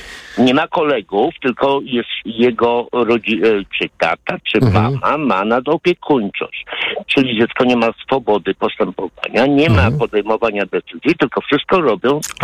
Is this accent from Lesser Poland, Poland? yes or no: no; Warsaw, Masovian Voivodeship, Poland; now in Poznań, Poland; jako dzieci z blokowisk, jestem z Warszawy, z blokowisk